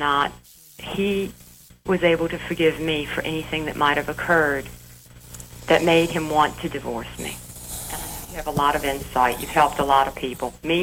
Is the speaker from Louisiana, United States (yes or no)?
yes; Louisiana, United States; I'm from Louisiana.